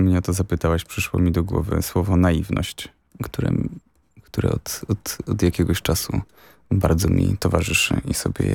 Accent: Białystok, Podlaskie Voivodeship, Poland; jestem z Białegostoku

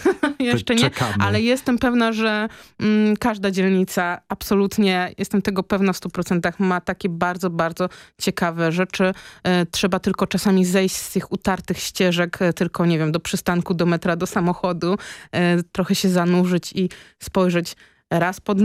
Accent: Warsaw, Masovian Voivodeship, Poland; jestem bardzo sentymentalnie związana z Żoliborzem. Urodziłam się na Żoliborzu i wychowałam.

